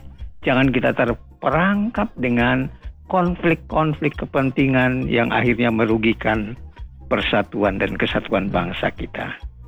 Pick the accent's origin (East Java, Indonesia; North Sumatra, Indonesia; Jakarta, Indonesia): North Sumatra, Indonesia; saya adalah berasal dari Angkola, Tapanuli Selatan